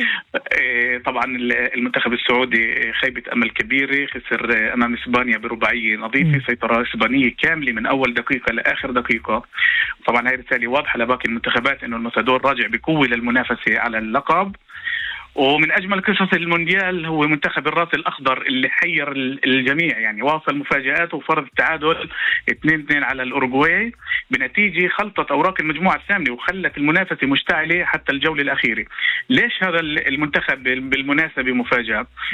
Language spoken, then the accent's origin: Arabic; Egypt; انا مصري ابني مصر.